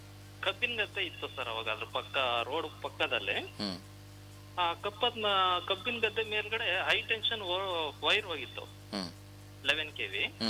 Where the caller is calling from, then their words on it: Karehalli, Karnataka, India; ನಾವು ಕಾರ್ಯಹಳ್ಳಿಯಿಂದ